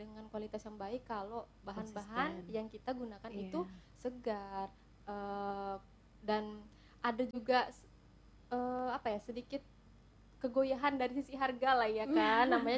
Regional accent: Bengkulu, Indonesia; Saya asli orang Bengkulu, lahir di Bengkulu, besar di Bengkulu, cuman sempat menempuh pendidikan kuliah di luar dan bekerjanya juga waktu itu sempat keluar.

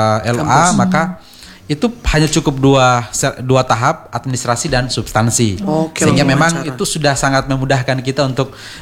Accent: East Nusa Tenggara, Indonesia; mindset kita orang Timor ya, kita orang sini

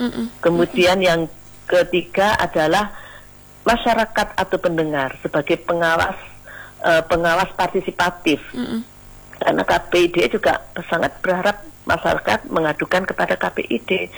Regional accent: Malang, East Java, Indonesia; Nah itu kan akhirnya saya dari Malang akan belajar standar lokal dari Pasuruan, dari Jember, dari Mojokerto, dari Madura yang masuk dalam jaringan itu.

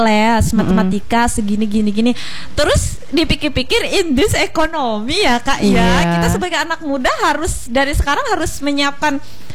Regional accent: Pulang Pisau, Central Kalimantan, Indonesia; now in Palangka Raya, Indonesia

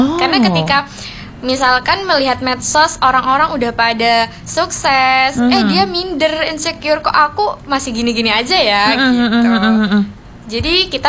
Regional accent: Jember, East Java, Indonesia; Aku asal Jember … Aku mahasiswa yang menempuh di UINHAS Jember, prodi Bimbingan dan Konseling Islam.

